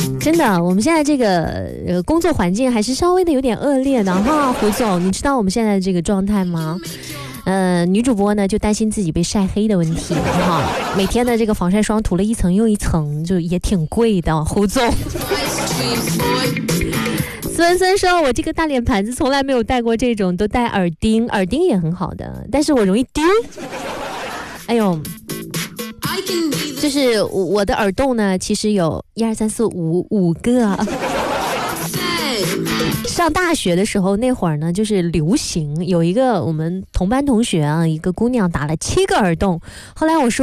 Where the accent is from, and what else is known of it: Tangshan, Hebei, China; born or raised there; now in Nanjing, China